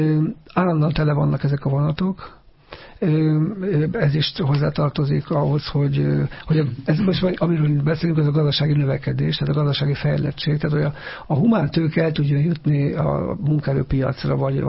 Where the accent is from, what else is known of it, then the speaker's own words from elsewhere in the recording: Zalaegerszeg, Zala, Hungary; van egy vonal, ugye, amit én ismerek, mert zalaegerszegi vagyok, és az zalaegerszeg mellett megy az a vonal